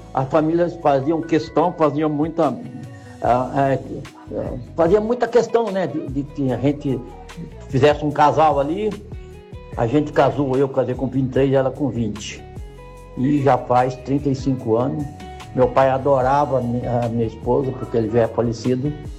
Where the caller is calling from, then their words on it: Maringá, Paraná, Brazil; Eu sou de Maringá